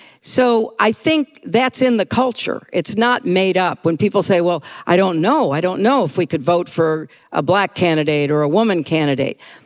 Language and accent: English; New York, United States; But I'm not a Mainer. I'm a New Yorker.